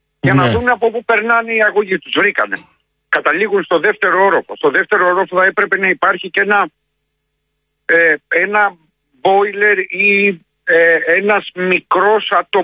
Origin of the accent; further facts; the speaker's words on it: Patras, Western Greece, Greece; Είχα την μεγαλύτερη τύχη να γεννηθώ στην Πάτρα.